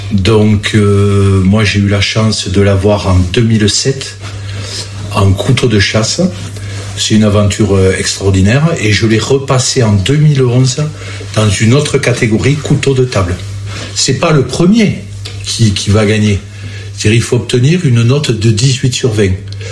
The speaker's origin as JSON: {"language": "French", "town": "Laguiole", "region": "Occitanie", "country": "France", "tie": "born there", "said": "moi je suis l'Aïeulé, je suis né à l'Aïeul. Je suis né à l'Aïeul."}